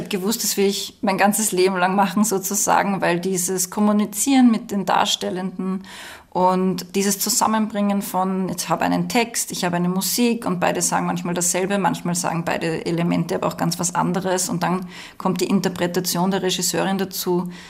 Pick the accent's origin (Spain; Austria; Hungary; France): Austria; Waidhofen an der Ybbs, Lower Austria; Also ich bin ja aufgewachsen eben in Waidhofen an der Ibs im Mostviertel